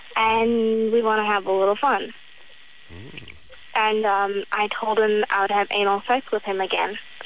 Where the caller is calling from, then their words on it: Philippines; I'm Filipino.